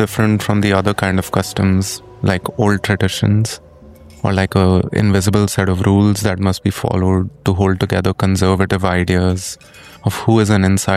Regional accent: Mumbai, Maharashtra, India; my hometown, Bombay.

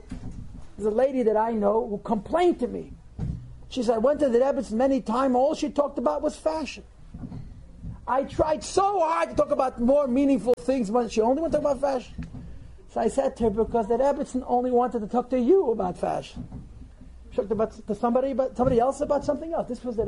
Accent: Crown Heights, New York, United States; born or raised there

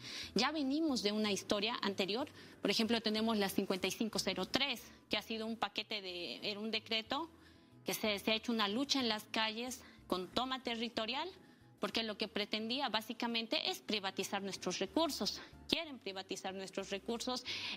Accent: Bolivia

